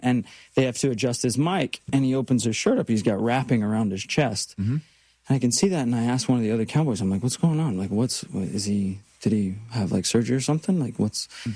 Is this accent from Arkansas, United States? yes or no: yes; Arkansas, United States; also born or lived in New York; I'm from Arkansas, and we don't have any professional sports teams in any category.